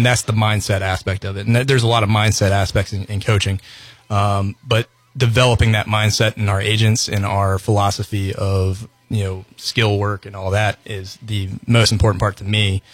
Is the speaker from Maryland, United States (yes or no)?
yes; Salisbury, Maryland, United States; born there; Yeah, so I was born in Salisbury, which is 30 minutes. It'd be like throwing a plaque, I guess, to Ocean City.